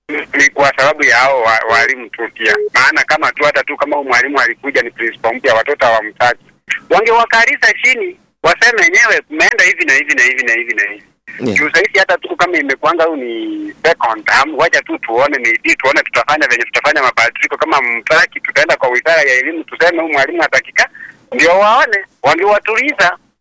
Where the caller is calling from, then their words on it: Kisii County, Kenya; Lakini kwetu ni Kisii County